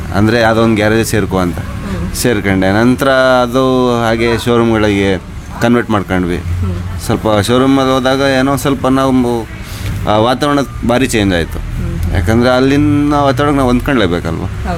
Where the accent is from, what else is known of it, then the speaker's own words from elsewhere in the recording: Shivamogga, Karnataka, India; Madam, ನಾವು total ಶಿವಮೊಗ್ಗನೇ. Shivamogga ಬಿಟ್ಟು ಎಲ್ಲೂ ಹೋಗೇ ಇಲ್ಲ. ಶಿವಮೊಗ್ಗದಲ್ಲಿ ಇಲ್ಲೇ ಹುಟ್ಟಿದ್ದು ಬೆಳೆದಿದ್ದು